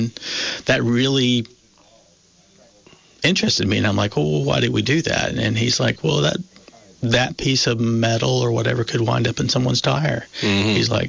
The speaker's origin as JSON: {"language": "English", "region": "North Carolina", "country": "United States", "tie": "born or raised there", "moved": "yes", "lives_now": "Vermont, United States", "said": "I grew up in North Carolina."}